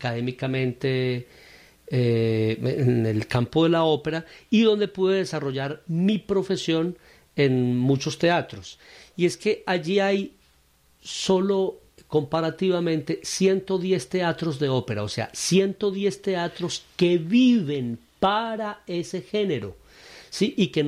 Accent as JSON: {"language": "Spanish", "country": "Colombia", "lives_now": "Medellín, Colombia", "said": "nosotros no tenemos un solo teatro en Colombia de ópera."}